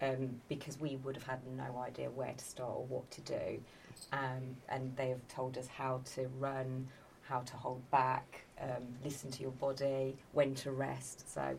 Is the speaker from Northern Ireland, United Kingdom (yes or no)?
no; Peterborough, East of England, United Kingdom; born or raised there